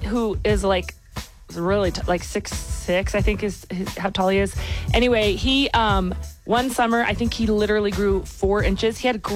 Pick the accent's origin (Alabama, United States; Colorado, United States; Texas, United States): Colorado, United States; Denver; And I grew up in Colorado, in Denver.